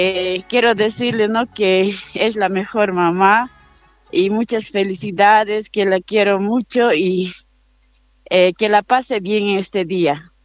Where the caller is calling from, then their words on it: Cochabamba, Bolivia; buenos días estoy llamando desde Cochabamba